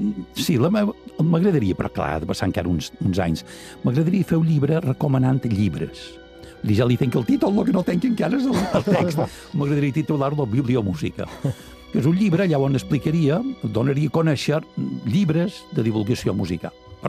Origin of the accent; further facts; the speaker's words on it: Felanitx, Balearic Islands, Spain; Després en van fer una a Felanitx, que és el meu poble, que també va ser un èxit.